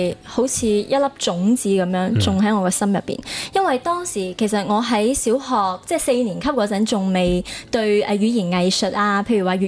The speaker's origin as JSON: {"language": "Cantonese", "town": "Guangzhou", "region": "Guangdong", "country": "China", "tie": "born or raised there", "said": "我就想着自己又是一个土生土长的广州人"}